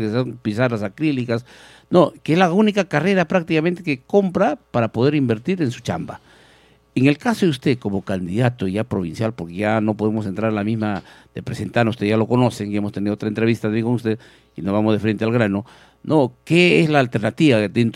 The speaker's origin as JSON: {"language": "Spanish", "country": "Peru"}